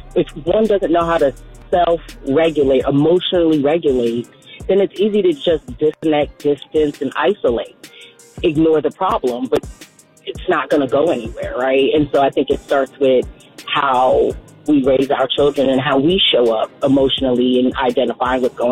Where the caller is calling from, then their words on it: Durham, North Carolina, United States; calling from Durham, North Carolina.